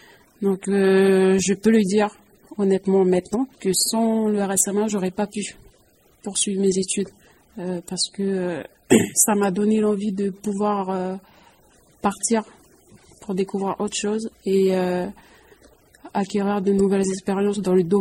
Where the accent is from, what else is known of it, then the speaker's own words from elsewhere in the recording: Poindimié, North Province, New Caledonia; je suis originaire de Pointe-d'Imier.